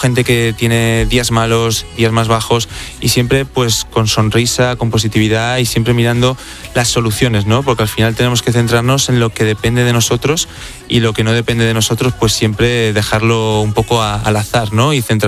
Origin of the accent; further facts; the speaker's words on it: Teruel, Aragon, Spain; de Teruel. De Teruel, sí.